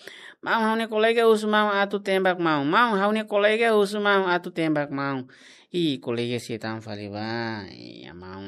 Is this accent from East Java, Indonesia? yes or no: no; East Nusa Tenggara, Indonesia; Keluarga saya banyak yang tinggal di sana. Saya orang Flores.